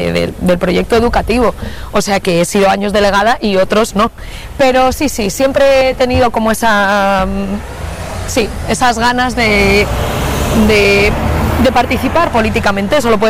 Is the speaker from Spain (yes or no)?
yes; Madrid, Community of Madrid, Spain; estamos en la calle Santa Irene, en el barrio de La Elipa, que es el primer barrio en el que viví, donde yo nací y donde viví hasta que mis padres ya se cambiaron a Ciudad Lineal.